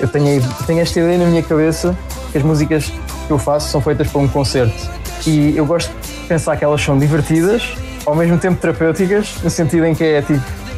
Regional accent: Lisbon, Portugal; sou de Lisboa, aqui da grande Parque das Nações, aqui na Expo.

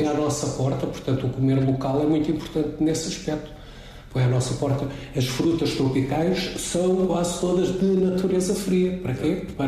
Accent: Alentejo, Portugal; Por exemplo, sou alentejano, adoro enchidos.

